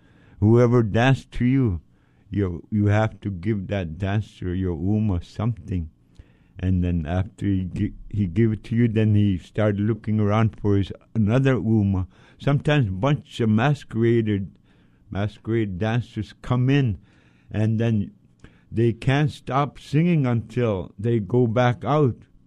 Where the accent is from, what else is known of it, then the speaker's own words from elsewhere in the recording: Point Hope, Alaska, United States; I'm an Inupiaq from Tikiak, Point Hope, Alaska. Point Hope is a very old village, one of the oldest communities.